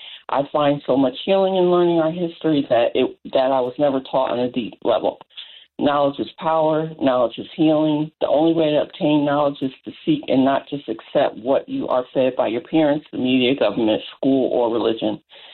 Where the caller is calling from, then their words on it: Raleigh, North Carolina, United States; I'm actually calling from Raleigh, but I am in North Carolina.